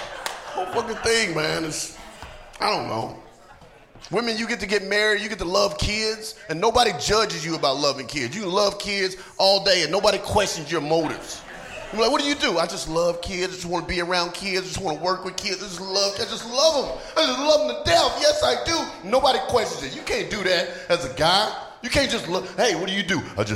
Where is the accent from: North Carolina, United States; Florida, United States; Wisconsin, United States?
North Carolina, United States; I'm from the South, right? I'm from North Carolina, with school in Atlanta.